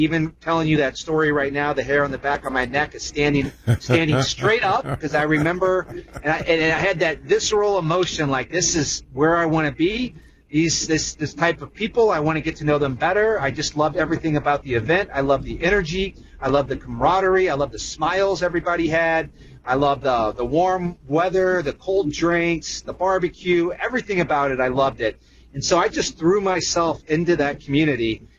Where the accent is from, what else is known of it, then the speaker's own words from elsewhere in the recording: St. Louis, Missouri, United States; I'm originally from Missouri. I'm 50 years old, originally from St. Louis, and I grew up in St. Louis eating barbecue